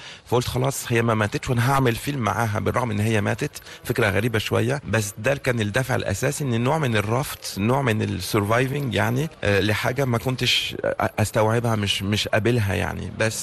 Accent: France; also born or lived in Egypt; أنا وأنا صغير لما كنت في فرنسا كنت بقول لا أنا مش فرنساوي أنا مصري، ولما كنت بروح مصر ما بقولش أنا مصري كنت بقول أنا فرنساوي

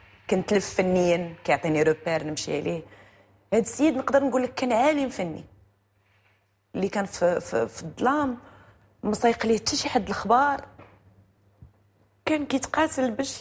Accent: Morocco

